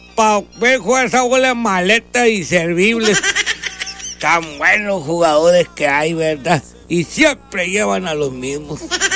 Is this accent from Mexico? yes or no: yes; Chihuahua, Mexico; A mí nadie me va a meter al centro, yo soy gato de Chihuahua. Donde quiera me les escabullo.